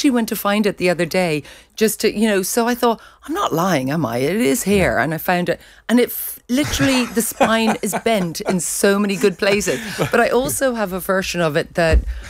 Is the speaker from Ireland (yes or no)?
yes; Ireland; now in England, United Kingdom; When we as an Irish family moved to Surrey in England...